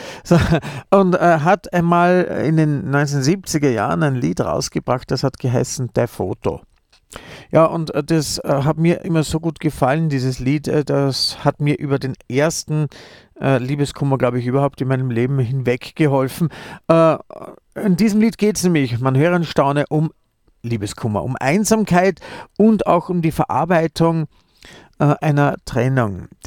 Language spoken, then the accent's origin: German; Vienna, Austria